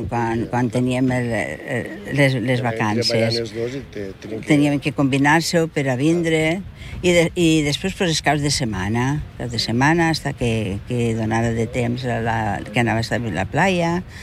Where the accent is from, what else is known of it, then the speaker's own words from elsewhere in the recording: Alcoy, Valencian Community, Spain; Som d'Alcoi i portem pues, més de 40 anys que tenim apartament